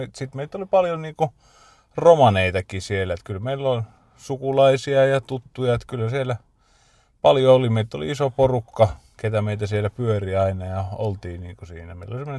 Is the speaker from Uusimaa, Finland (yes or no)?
yes; Espoo, Uusimaa, Finland; moved away; mä oon kasvanut tuolla Espoon keskustassa Suvelassa, että oikein semmoisessa hienossa slummialueella.